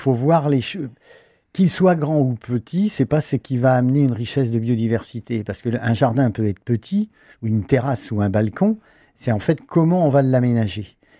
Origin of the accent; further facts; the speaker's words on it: Brittany, France; Moi, je l'observais sur la Sèvre nantaise, puisque je suis breton d'origine.